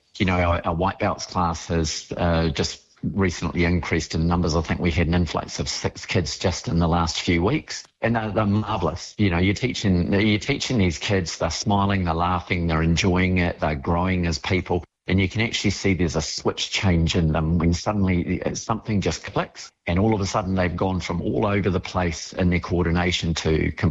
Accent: Lower Hutt, Wellington, New Zealand; born there; I'm a Nainai resident, yeah, and, you know, I spent part of the time growing up in Wainui.

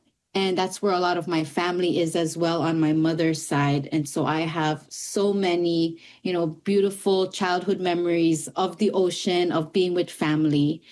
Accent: Micronesia; also born or lived in Pohnpei; a lot of my upbringing was, which was in Micronesia. I was born in Pohnpei, but I, growing up, I island hopped to different islands.

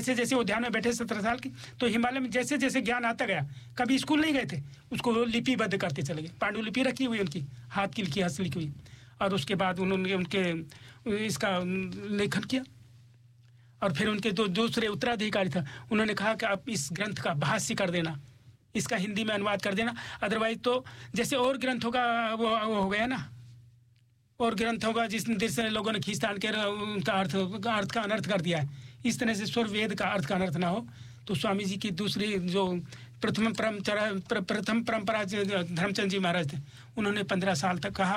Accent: Gurgaon, Haryana, India; तो हमारा घर गुड़गांव में, मैं हरियाणा से बिलोंग करता हूँ, गुड़गांव।

